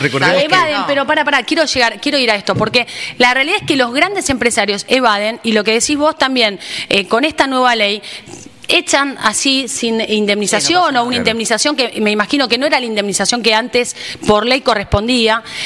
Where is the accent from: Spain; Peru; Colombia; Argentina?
Argentina